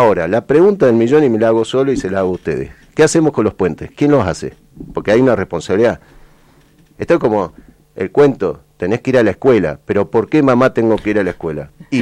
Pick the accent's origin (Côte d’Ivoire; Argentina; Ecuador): Argentina; Neuquén; los neuquinos, y yo voy a hablar por los neuquinos, nosotros somos siempre corajudos, defendemos lo nuestro, somos solidarios con el país.